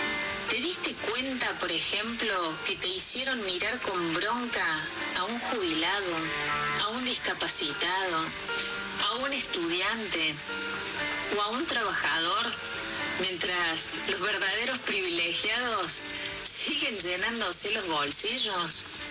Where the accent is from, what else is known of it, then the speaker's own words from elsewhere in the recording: Argentina; es el precio que nosotros como argentinos tenemos que pagar.